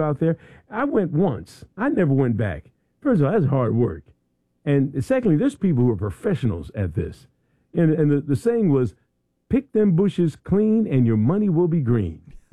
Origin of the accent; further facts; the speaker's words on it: Philadelphia, Pennsylvania, United States; Now, I tell you, I'm from Philadelphia. And we'd go to Jersey, you know, to a farm out in Jersey.